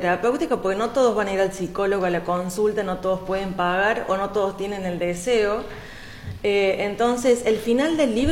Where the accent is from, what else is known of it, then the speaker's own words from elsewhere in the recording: Córdoba, Argentina; now in Alta Gracia, Argentina; Yo viví casi todo en Capital, pero hace 5 años que vivo en Altagracia.